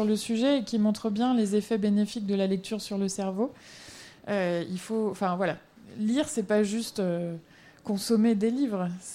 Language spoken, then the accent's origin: French; France; je dis que je suis française